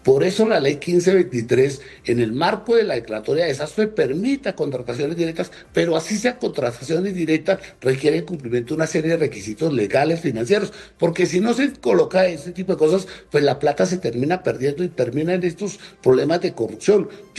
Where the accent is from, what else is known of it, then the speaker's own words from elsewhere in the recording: Colombia; como colombianos hacemos una veeduría